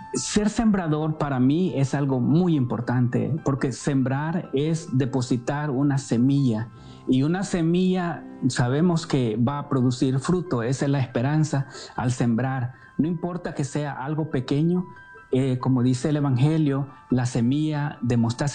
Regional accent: Ilopango, San Salvador, El Salvador; moved away as an adult; now in Los Angeles, United States; Nací en El Salvador. Soy de San Salvador y un pueblito que se llama Ilopango. Y yo nací allí, crecí. Pero a los 18 años yo emigré para acá, para los Estados Unidos, debido al conflicto de guerra que se desató en El Salvador.

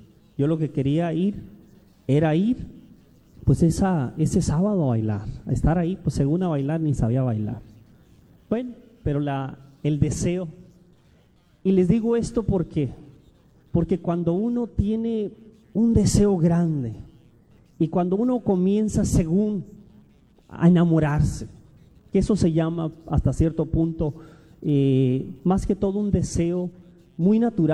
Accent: Tijuana, Baja California, Mexico; born there; Estábamos hablando de Tijuana, yo soy nacido en Tijuana.

